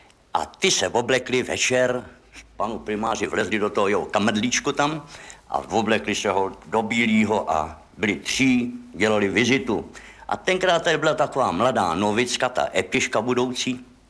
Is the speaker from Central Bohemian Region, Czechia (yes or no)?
no; Komařice, South Bohemian Region, Czechia; Já jsem z Komářic